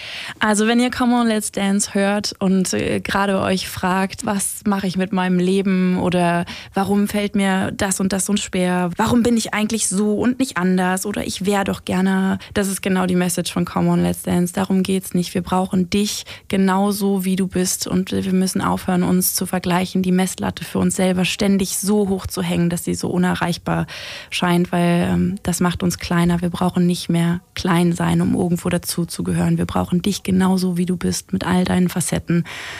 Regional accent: Berlin, Germany; moved away as an adult; now in Weserbergland, Germany; So als Großstadtkind, als Berlinerin

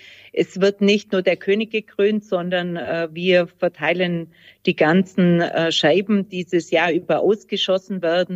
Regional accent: Allgäu, Germany; Wir sind ja Allgäuer, also essen wir Allgäuer Kässpatzen.

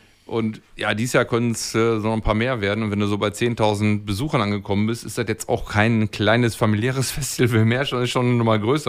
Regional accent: Emsdetten, North Rhine-Westphalia, Germany; Ich komme selber aus Emstetten, wir haben auch ein Umsonst- und Draußen-Festival.

